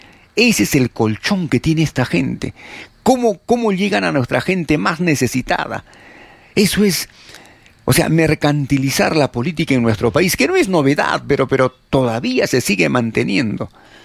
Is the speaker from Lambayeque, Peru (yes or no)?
no; Arequipa, Peru; ¿Qué cosas somos los arequipeños?